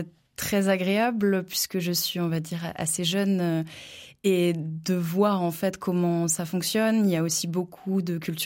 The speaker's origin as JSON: {"language": "French", "region": "Brittany", "country": "France", "moved": "as an adult", "lives_now": "Charente, France", "said": "Donc, moi, je suis bretonne, donc il y a eu cette partie-là. Puis, j'ai beaucoup voyagé pour mes études"}